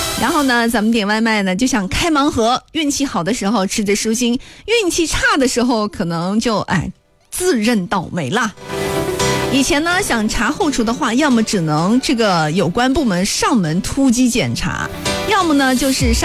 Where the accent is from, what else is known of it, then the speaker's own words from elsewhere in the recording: Guangdong, China; 不得不说咱们广东人的烟火气啊真的是藏不住啊。